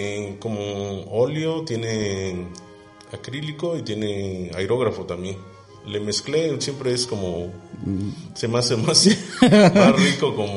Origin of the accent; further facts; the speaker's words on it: Oaxaca, Mexico; como jojeños o como oaxaqueños